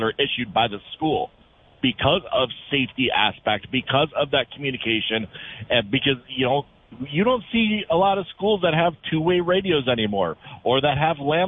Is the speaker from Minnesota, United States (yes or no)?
yes; Crookston, Minnesota, United States; I grew up in Crookston, and I know teachers that have been up till 11 p.m. at night grading papers and essays.